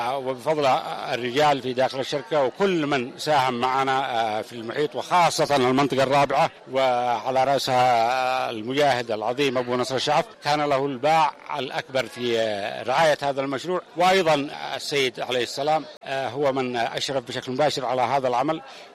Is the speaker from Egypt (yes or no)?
no; Yemen; كشعب يمني